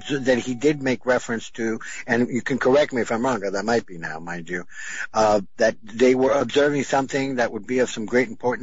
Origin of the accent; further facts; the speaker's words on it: Miami, Florida, United States; from Miami, Florida.